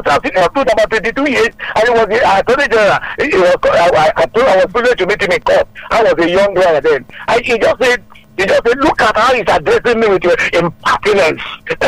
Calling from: Lagos, Nigeria; I'm calling from Ogba.

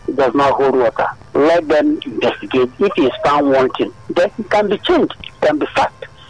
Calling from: Lagos, Nigeria; I'm calling from Abanaje in Ikotun.

